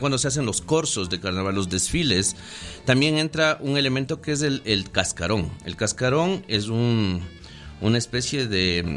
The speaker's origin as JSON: {"language": "Spanish", "town": "Quito", "region": "Pichincha", "country": "Ecuador", "tie": "born or raised there", "said": "Yo crecí en la Tola"}